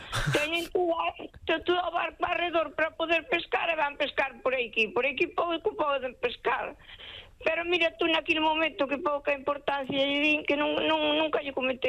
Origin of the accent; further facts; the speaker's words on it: Buenos Aires, Argentina; now in Spain; Home, ao mellor estando en Bos Aires, ao mellor alguna vez nos acercamos, ao mellor máis ben había un río ali cerca da nosa casa.